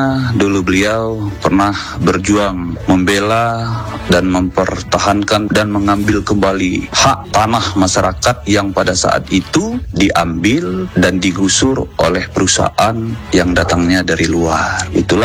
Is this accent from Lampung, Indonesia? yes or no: yes; Way Kanan, Lampung, Indonesia; karena itu merupakan fiil bagi kita orang Lampung Waikanan.